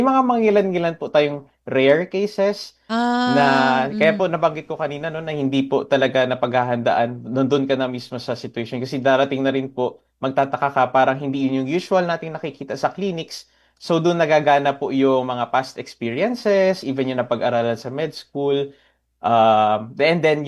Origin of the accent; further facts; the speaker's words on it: Central Luzon, Philippines; Ako po ay from Zambales din po. Tubang Zambales.